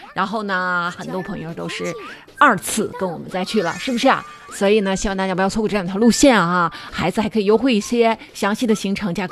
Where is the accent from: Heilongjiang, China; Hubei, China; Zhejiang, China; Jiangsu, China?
Heilongjiang, China; Harbin; 这是特别值得我们黑龙江人、哈尔滨人骄傲的事情啊